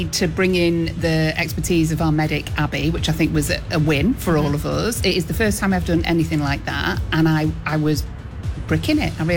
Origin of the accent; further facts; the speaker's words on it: Stockport, North West England, United Kingdom; I mean, I'm from Stockport, and it gets about 18 and everybody's got a strappy top and some flip-flops on.